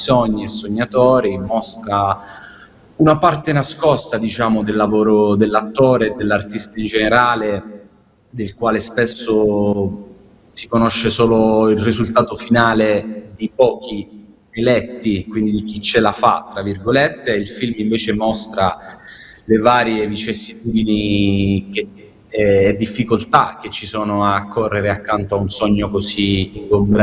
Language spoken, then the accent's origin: Italian; Corigliano Calabro, Calabria, Italy; moved away; also born or lived in Amendolara / Roseto Capo Spulico; io sono nato e cresciuto a Corigliano Calabro, poi mi sono spostato ad Amendolara, a Roseto